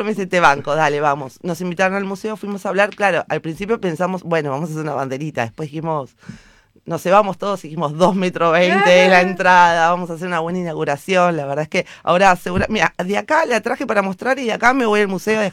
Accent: Argentina

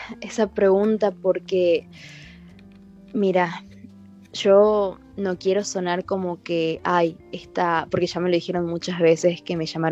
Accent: Tucumán, Argentina; born there; moved away; en la provincia donde yo nací, en Tucumán

